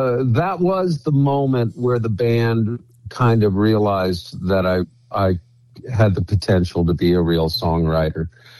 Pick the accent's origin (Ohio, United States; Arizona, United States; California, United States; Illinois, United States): Arizona, United States; And to have a street in my hometown named after my song, I might be the only songwriter in Arizona history that has a street named after one of his songs.